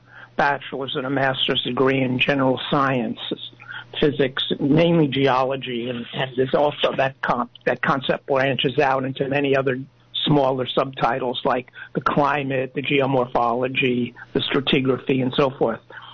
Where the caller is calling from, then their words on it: Prunedale, California, United States; I'm calling from Prunedale, which is in Monterey County.